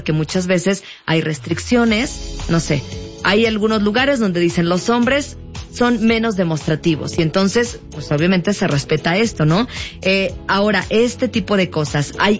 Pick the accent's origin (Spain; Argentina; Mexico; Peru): Mexico; los mexicanos somos diferentes